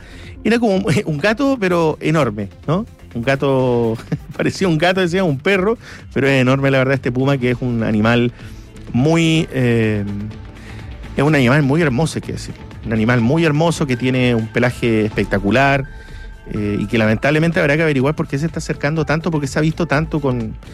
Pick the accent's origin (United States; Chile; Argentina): Chile; Magallanes and Chilean Antarctica; moved away; yo vengo de la región de Magallanes